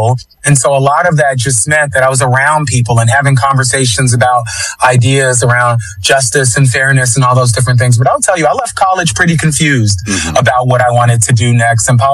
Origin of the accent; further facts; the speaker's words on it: Philadelphia, Pennsylvania, United States; spent a lot of time growing up in Kensington. And if anybody knows Kensington and Somerset, that's right, the heart of the heroin epidemic.